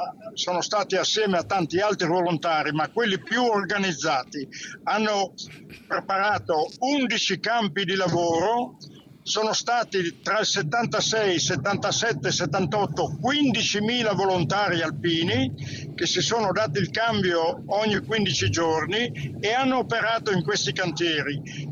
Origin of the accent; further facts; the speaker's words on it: Friuli-Venezia Giulia, Italy; a Trasaghis che era il capoluogo del nostro comune